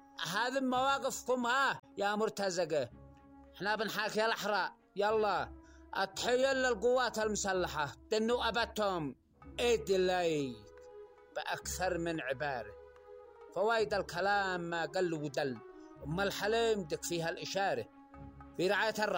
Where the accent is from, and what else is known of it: Yemen